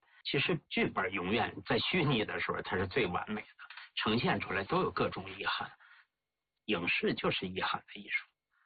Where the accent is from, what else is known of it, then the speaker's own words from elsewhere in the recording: Heilongjiang, China; 就因为我本身是黑龙江人嘛，小时候文目睹，我对那块土地特别熟悉嘛。